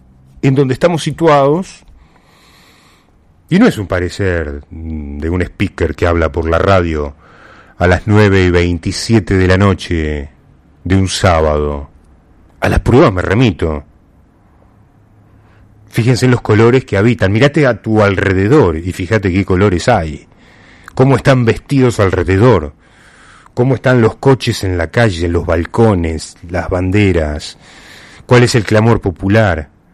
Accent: Argentina; porque ante todo somos argentinos y ya éramos argentinos hasta incluso antes del inicio del mundial.

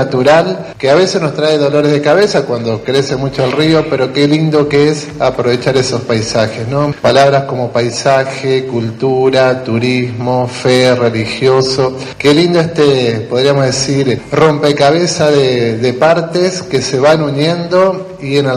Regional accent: San Javier, Santa Fe, Argentina; born there; Porque yo nací en San Javier, al lado del río también.

